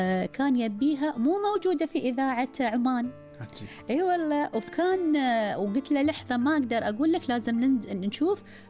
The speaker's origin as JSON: {"language": "Arabic", "country": "Bahrain", "said": "عندنا في البحرين"}